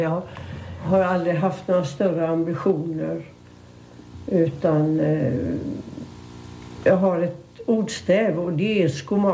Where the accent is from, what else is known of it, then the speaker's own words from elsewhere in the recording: Västra Götaland County, Sweden; Vi kom ifrån Göteborgs norra skärgård. Min pappa var därifrån och även mamma.